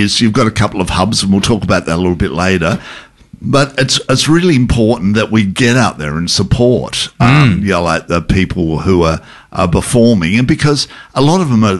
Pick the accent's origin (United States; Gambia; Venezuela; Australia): Australia; Adelaide, South Australia; Because I'm originally from Adelaide, and the Fringe over there is monstrous.